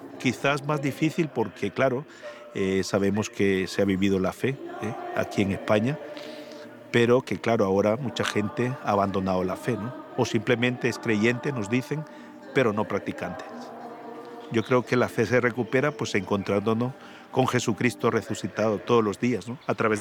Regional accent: Managua, Nicaragua; moved away as an adult; also born or lived in Japan; now in Almazán, Spain; soy de Nicaragua y actualmente estoy trabajando en esta diócesis de Osma, Soria, desde hace 5 años y medio, más o menos. Nací en el año 1975

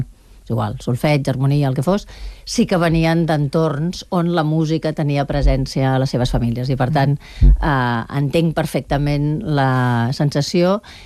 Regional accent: Barcelona, Catalonia, Spain; jo soc de Nou Barris

